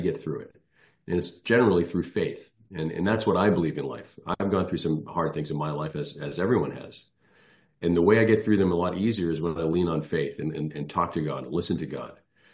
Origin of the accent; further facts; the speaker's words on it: Ireland; both my parents are from Ireland, and, you know, being an Irish guy myself, an Irish citizen